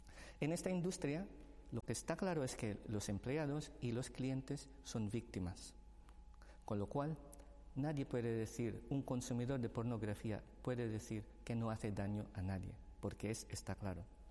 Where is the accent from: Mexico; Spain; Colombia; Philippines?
Philippines; Spanish is a second language; perdonad mi acento, porque el castellano no es mi lengua materna, ¿no?